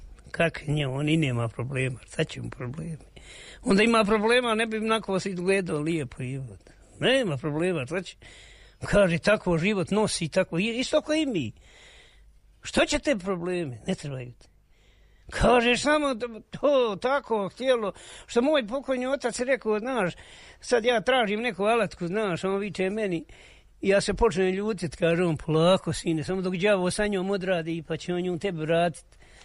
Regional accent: Konjic, Federation of Bosnia and Herzegovina, Bosnia & Herzegovina; now in Višegrad, Bosnia and Herzegovina

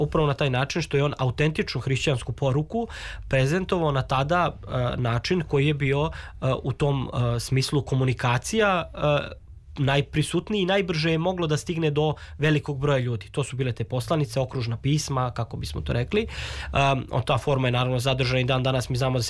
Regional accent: Serbia; i zaista mi kao Srbi slobodno mogu da kažem, možemo da se postidimo.

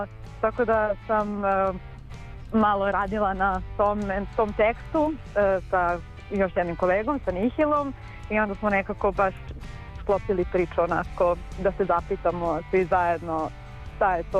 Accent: Jagodina, Šumadija and Western Serbia, Serbia; Jagodinska pijaca. Snimano je u mom rodnom gradu, tako da je cela ekipa otišla na jedan vikend i snimali smo, znači, na gradskoj pijaci

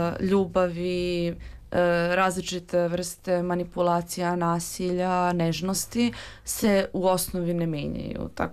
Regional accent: Bosnia & Herzegovina; Odrasla sam posle rata u Bosni i Hercegovini i tada su se svi sećali te Jugoslavije sa velikom vrstom nostalgije i ljubavi.

